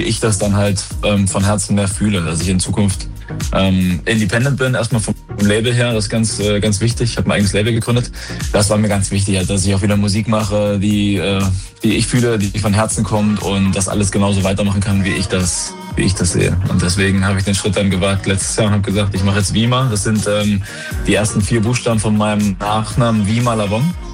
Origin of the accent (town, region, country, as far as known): Kühlstedt, Thuringia, Germany; born or raised there